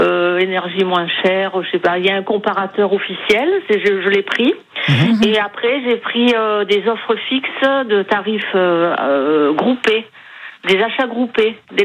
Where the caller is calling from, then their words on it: Aix-en-Provence, Provence-Alpes-Côte d'Azur, France; Oui, je suis à Aix.